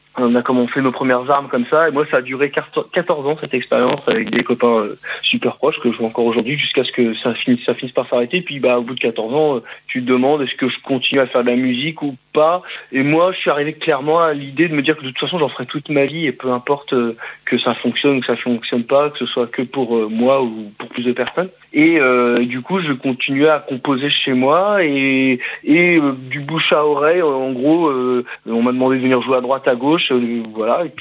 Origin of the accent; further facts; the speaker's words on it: Rennes, Brittany, France; Je suis bien de Rennes.